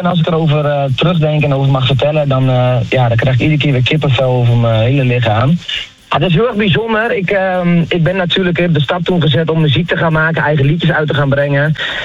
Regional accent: Groningen, Netherlands; ik kom natuurlijk uit Groningen.

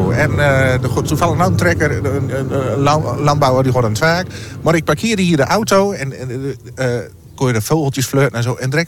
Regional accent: Musselkanaal, Groningen, Netherlands; Ik kom van oorsprong van Musselknol natuurlijk.

